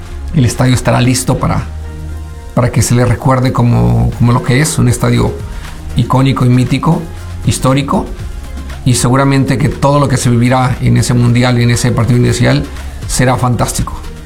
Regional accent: Mexico; nosotros como mexicanos

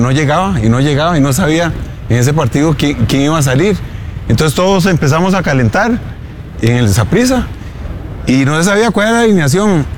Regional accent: San José, Costa Rica; born there; Yo nací en Barrio México

